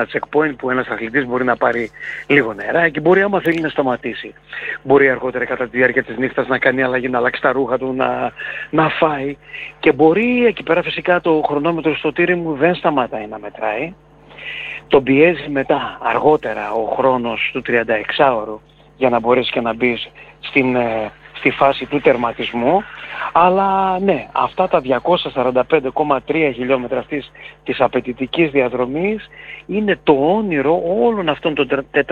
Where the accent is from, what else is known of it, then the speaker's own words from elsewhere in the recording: Greece; αυτό το οικονομικό έφελος το εισπράττουμε και εμείς ως Έλληνες.